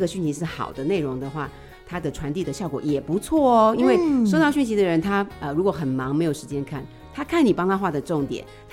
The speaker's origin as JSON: {"language": "Chinese", "country": "Taiwan", "said": "我们台湾人真的超好心"}